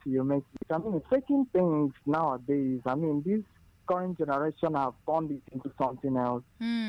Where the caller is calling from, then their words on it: Anambra, Nigeria; I'm in Anambra State.